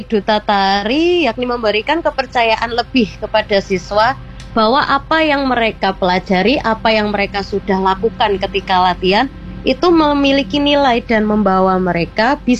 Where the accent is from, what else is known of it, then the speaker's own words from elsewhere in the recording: East Java, Indonesia; Misal nih seperti daerah saya khususnya di Jawa Timur memiliki pakem yang khususnya di gagahan.